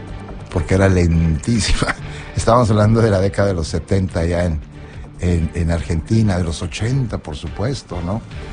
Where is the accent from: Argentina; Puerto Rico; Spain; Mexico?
Mexico; San Nicolás, Nuevo León; yo llegué aquí a Monterrey. Es que vengo de San Nicolás. Llegué a Monterrey y no me dio olor. Claro, en San Nicolás es diferente, allá huele como a rosas.